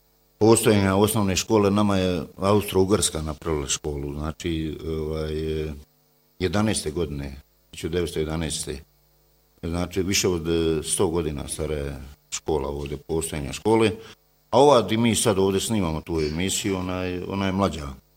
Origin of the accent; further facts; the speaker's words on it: Federation of Bosnia and Herzegovina, Bosnia & Herzegovina; Ovdje kod nas u Ljubunču